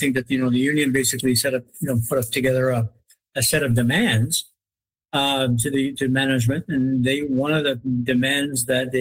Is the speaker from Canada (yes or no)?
yes; Canada; We as a Canadian society have accepted